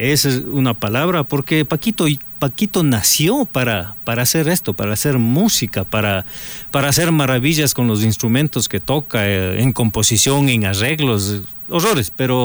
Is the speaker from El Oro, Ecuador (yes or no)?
no; Píllaro, Tungurahua, Ecuador; moved away as an adult; now in Boston, United States; Yo viví en el campo cuando era joven, cuando yo soy de Píllaro. Y yo viví en el campo, yo trabajé en el campo